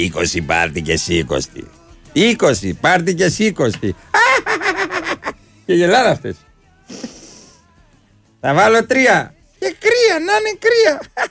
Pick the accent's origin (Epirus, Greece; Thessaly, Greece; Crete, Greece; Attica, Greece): Epirus, Greece; Arta; Εγώ δεν είμαι από το Λακαρνανί. Είμαι από την Άρτα.